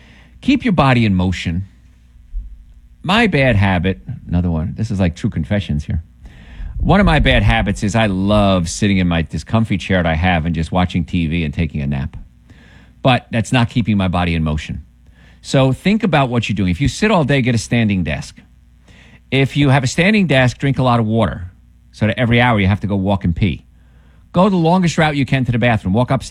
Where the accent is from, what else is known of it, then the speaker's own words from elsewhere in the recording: New Jersey, United States; I grew up in New Jersey with the Hudson River there.